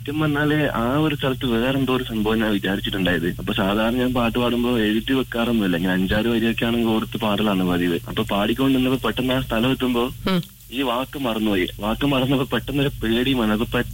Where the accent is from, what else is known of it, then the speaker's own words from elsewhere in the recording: Thirikkulam, Kerala, India; അതെ അതെ, നാട്ടില് ഞാൻ കാസർഗോഡ് ജില്ലയാണ്. തിരിക്കുളം എന്ന് പറയുന്ന ഗ്രാമം നീലേശ്വരത്തിന്റെ എല്ലാം അടുത്തായിട്ട് വരും.